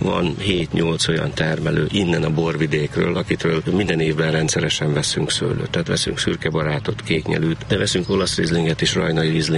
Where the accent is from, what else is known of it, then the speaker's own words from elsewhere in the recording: Jánoshalma, Bács-Kiskun, Hungary; moved away; also born or lived in Pécs / Budapest; Pécset végeztem annak innen a közgázon, Budapesten dolgoztam különböző cégeknél, alföldi vagyok eredetileg, az akkori jugoszláv, ma szerb határ mellől János Almáról származom.